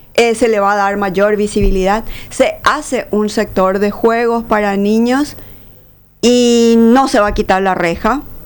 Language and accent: Spanish; Paraguay; ahí está nuestro nacimiento como paraguayos